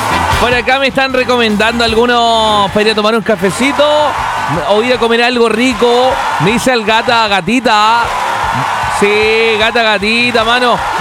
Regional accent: Valdivia, Los Ríos, Chile; yo no soy de acá de Puerto Montt. Yo soy de Valdivia y realmente me voy a quedar hasta el día jueves acá.

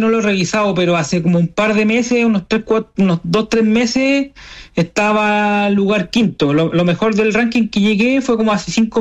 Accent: Ovalle, Coquimbo, Chile; yo soy nacido y criado acá en Ovalle. Mi familia toda es de acá, de la cuarta región.

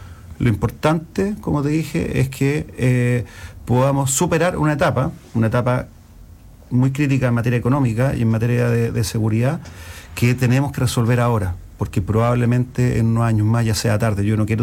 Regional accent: Chile

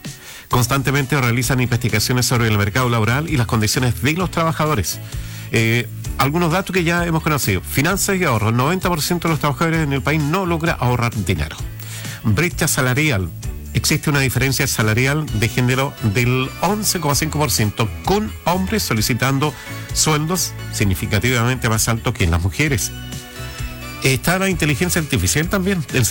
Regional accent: Chile; está revelando cómo somos los chilenos

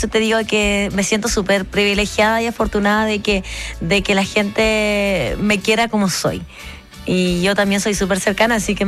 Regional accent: Iquique, Tarapacá, Chile; yo soy de Iquique.

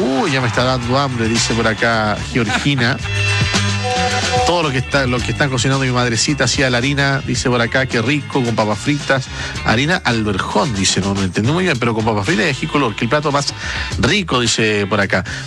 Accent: La Florida, Santiago Metropolitan Region, Chile; Amigos, yo me crié en la Florida, pero cuando era campo, y se comía rico y sano, cazuela de pavo con chuchoca, papas con chuchoca, papas con arroz, las preparaba mi abuela

